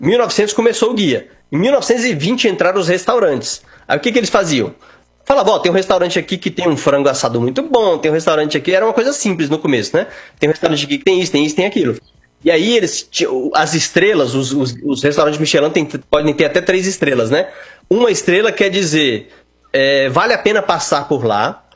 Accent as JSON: {"language": "Portuguese", "town": "Brasília", "region": "Federal District", "country": "Brazil", "said": "eu sou de Brasília"}